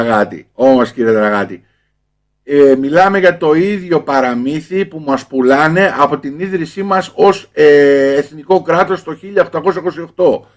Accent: Greece

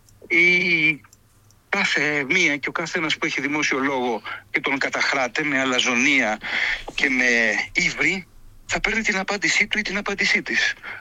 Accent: Greece; της πατρίδας μας, της Ελλάδας

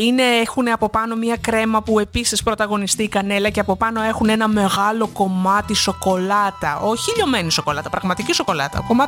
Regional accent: Davleia, Central Greece, Greece; στο χωριό μου, στη μαγευτική δάβλια βιωτίας μου

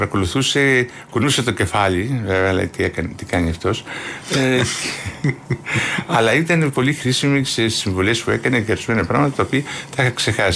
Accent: Thessaly, Greece; born there

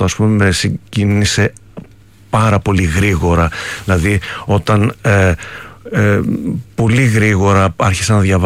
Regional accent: Greece; now in France; Ναι, είμαι ο Έλληνας, αλλά με έχει αγκαλιάσει η γαλλική κουλτούρα, δηλαδή, και η γαλλική κοινωνία.

